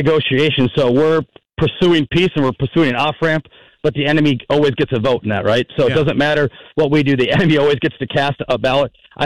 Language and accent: English; Minnesota, United States; not only am I a Minnesotan, unlike some of the other candidates